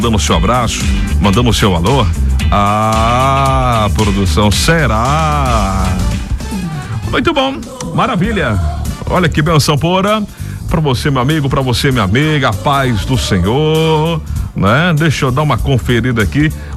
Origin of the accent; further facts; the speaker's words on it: Araguacema, Tocantins, Brazil; só tenho 38 anos, mas o Armazém Paraíba aí ia vender lá na minha cidade, Araguacema.